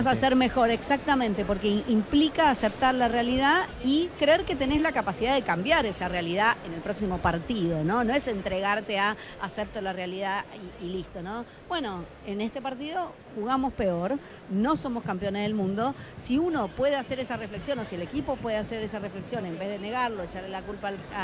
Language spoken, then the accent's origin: Spanish; Argentina